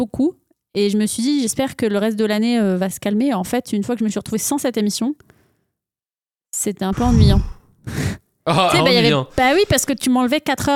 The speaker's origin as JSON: {"language": "French", "country": "France", "first_language": "French", "moved": "as an adult", "lives_now": "Canada", "said": "je suis française"}